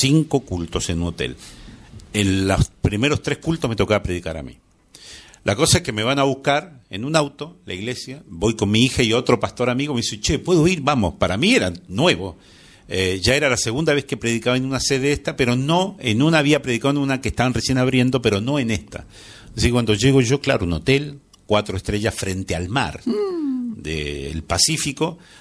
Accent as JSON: {"language": "Spanish", "region": "Buenos Aires Province", "country": "Argentina", "said": "Yo de donde vengo, es decir, de Argentina, y de una iglesia en la provincia de Buenos Aires"}